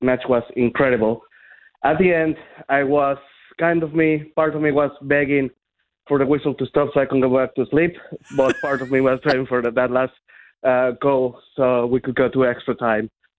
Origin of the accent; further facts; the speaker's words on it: Chihuahua, Mexico; also born or lived in Mexico City; I'm from Chihuahua, but I was born in Mexico City, and I have a family that lives not far away from the stadium, actually.